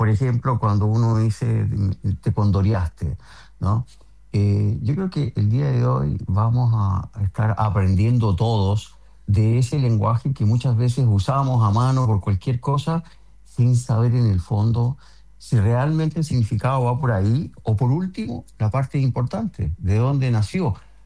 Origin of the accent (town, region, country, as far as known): Chile